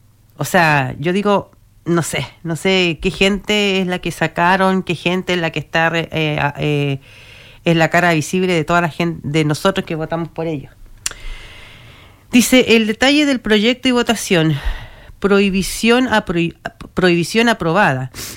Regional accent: Chile; somos chilenos

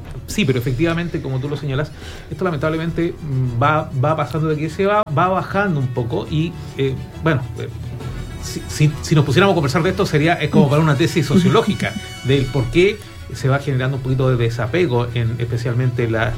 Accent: Iquique, Tarapacá, Chile; para quienes somos de acá

